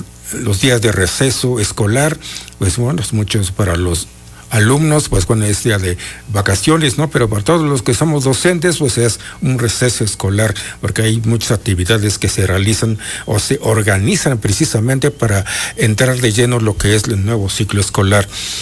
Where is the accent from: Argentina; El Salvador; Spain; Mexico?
Mexico; Mixteca; first language Mixtec; Spanish is a second language; nosotros en mixteco lo decimos itu